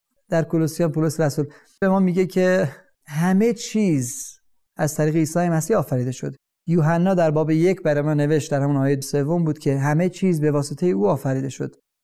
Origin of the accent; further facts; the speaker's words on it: Iran; moved away; منم ایرانی هستم